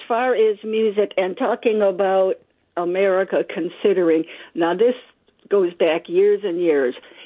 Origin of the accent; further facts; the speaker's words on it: Cleveland, Ohio, United States; now in Cleveland Heights, United States; I went through the public schools in Cleveland, but that was in the 50s and 60s.